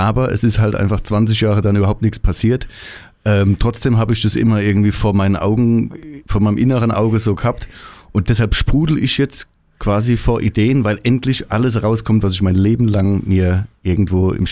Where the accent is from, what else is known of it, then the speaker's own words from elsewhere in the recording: Germany; accent: Kurpfälzisch; dieser Dialekt, mit dem ich quasi als Kind schon auf der Straße sprechen gelernt habe